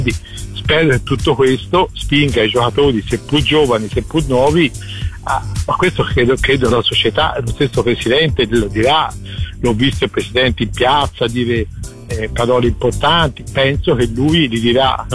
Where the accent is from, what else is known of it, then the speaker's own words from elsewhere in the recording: Florence, Tuscany, Italy; lo dico da fiorentino